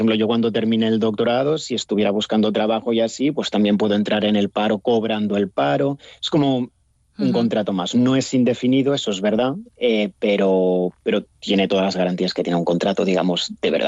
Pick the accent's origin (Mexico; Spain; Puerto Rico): Spain; now in Bonn, Germany; yo no soy el único español aquí en Bonn, es que me he encontrado un montón, españoles, italianos